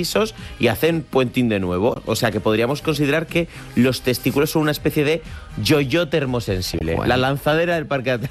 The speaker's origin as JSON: {"language": "Spanish", "town": "Santander", "region": "Cantabria", "country": "Spain", "said": "Yo soy de Santander, Cantábrico."}